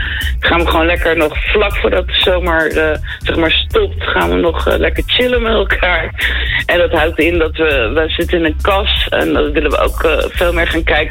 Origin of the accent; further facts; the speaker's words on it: The Hague, South Holland, Netherlands; ik kom uit Den Haag.